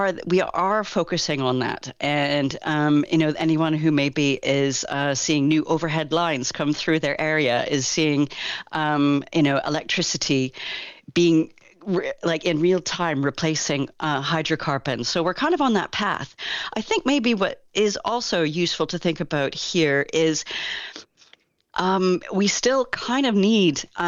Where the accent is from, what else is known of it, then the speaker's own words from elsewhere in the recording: Kelowna, British Columbia, Canada; moved away; I'm from Kelowna.